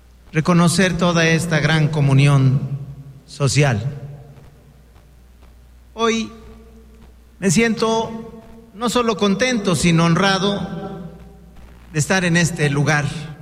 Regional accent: Zacatecas, Mexico; de allá, de donde yo vengo, del campo zacatecano, la gente no se sabe rajar

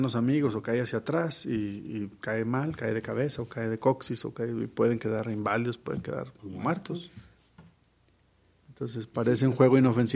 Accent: Mexico; Todos somos mexicanos

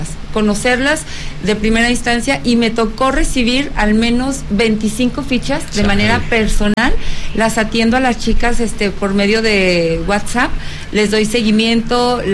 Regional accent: Fresnillo, Zacatecas, Mexico; yo soy originaria de Fresnillo, Zacatecas

